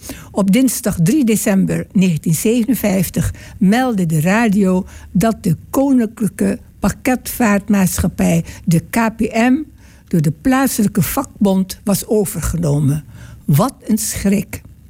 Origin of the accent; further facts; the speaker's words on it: Indonesia; Uiteindelijk leerde ik via een omweg mijn geboorteland kennen. Want ik zat op een Indonesische school, kreeg niet vaderlandse geschiedenis, maar dan over Nederland, maar vaderlandse geschiedenis, maar dan over Indonesië, waar ik en met mijn vele anderen geboren en getogen zijn.